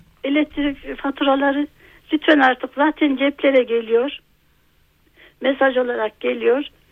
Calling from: Konya, Turkey; Evet, Konya'dan arıyorum ben.

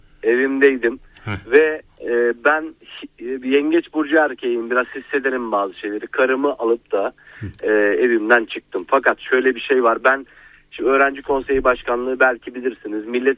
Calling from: Antalya, Turkey; Antalya'dan arıyorum sizi.

